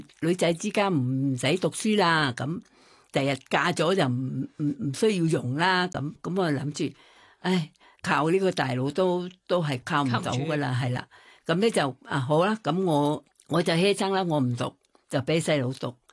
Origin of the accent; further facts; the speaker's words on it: Thailand; 因为我自己又唔敢，即系我哋泰国人咧就家姐啲事咧，佢唔讲俾你听，你就唔好